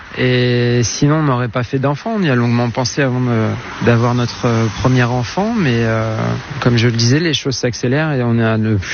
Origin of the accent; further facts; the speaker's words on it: Compiègne, Hauts-de-France, France; now in Amiens, France; Moi, je viens de Compiègne